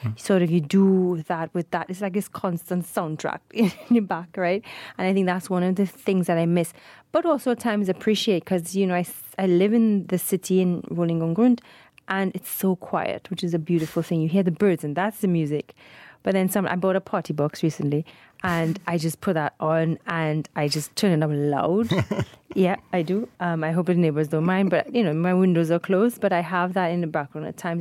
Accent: St. James, Trinidad & Tobago; moved away as an adult; I grew up in St. James, and St. James is, like most parts of Trinidad, because it's hot, everybody's windows open, and someone's always playing music.

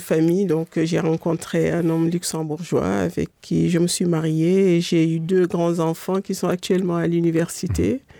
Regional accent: Dakar, Senegal; born there

